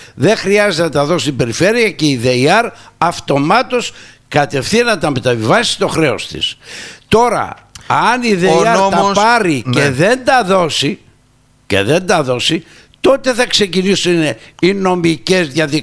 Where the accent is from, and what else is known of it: Rhodes, South Aegean, Greece